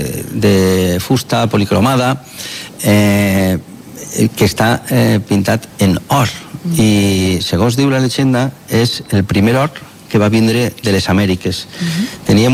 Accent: Valencian Community, Spain; Així ja som els valencians.

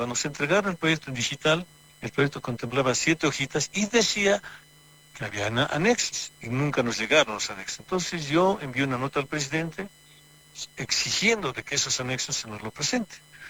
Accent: Tarija, Bolivia; como boliviano, como tarijeño

